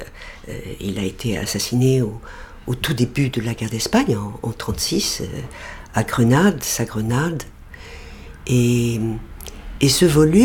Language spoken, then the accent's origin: French; France; first language French; J'étais française. Ma langue maternelle était le français